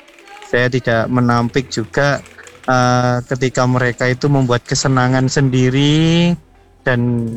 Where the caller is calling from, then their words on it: Indonesia; Kebetulan saya warga Gedong.